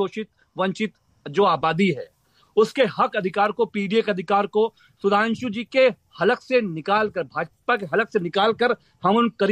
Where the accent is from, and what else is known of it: Uttar Pradesh, India